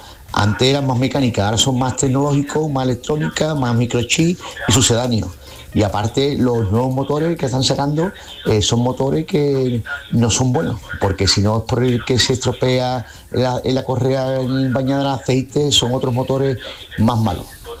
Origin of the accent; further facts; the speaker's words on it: Cádiz, Andalusia, Spain; aquí de Cádiz.